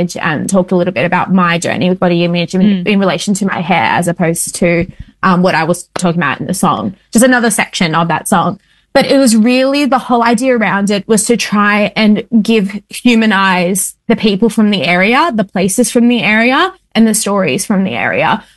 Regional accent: Sydney, New South Wales, Australia; Without knowing that I was from Western Sydney, was like, oh, thank God for Western Sydney.

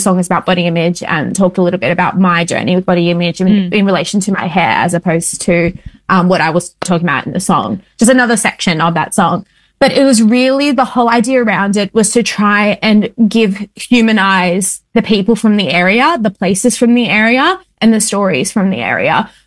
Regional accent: New South Wales, Australia; Without knowing that I was from Western Sydney, was like, oh, thank God for Western Sydney.

